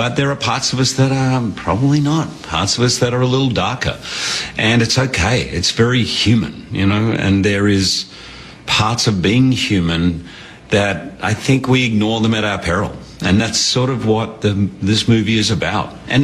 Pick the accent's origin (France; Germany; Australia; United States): Australia; born or raised there